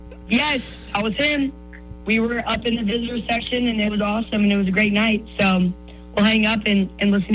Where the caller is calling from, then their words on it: Louisville, Kentucky, United States; Made the trip from Louisville to Columbia tonight.